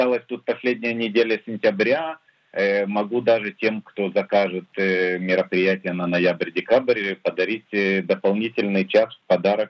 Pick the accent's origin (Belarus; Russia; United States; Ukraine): Ukraine; now in Israel; чтобы в моем анонсе было указано, что я из Израиля. Вот, они написали, поскольку я родом из Украины